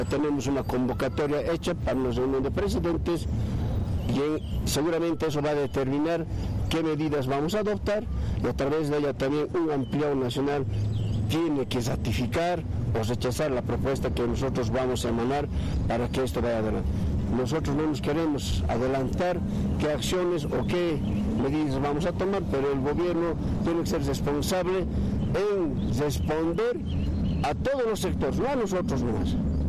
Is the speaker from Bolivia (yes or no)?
yes; Bolivia; Como bolivianos creemos que tenemos que ser consecuentes